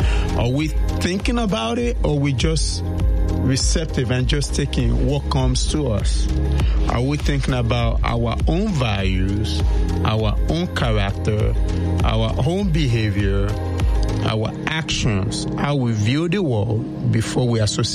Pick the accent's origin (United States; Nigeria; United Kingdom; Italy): Nigeria; English is a second language; And I will say, actually, very growing up in Nigeria, from a Yoruba group, I'm a Yoruba person.